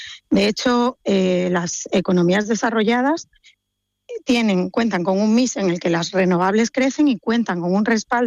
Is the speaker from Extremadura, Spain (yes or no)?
yes; Extremadura, Spain; Soy ingeniera allí y además soy extremeña, así que doblemente orgullosa.